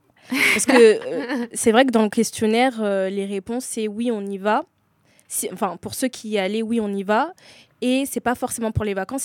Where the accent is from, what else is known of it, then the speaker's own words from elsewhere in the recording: France; born there; j'ai né et j'ai vite fait vécu en banlieue, ensuite j'ai vécu également en pavillon à la campagne, après je suis revenue sur Paris